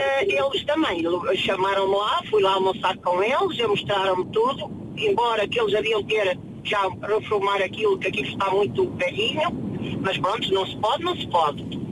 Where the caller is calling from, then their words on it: Santa Comba Dão, Portugal; Eu sou de Santa Comba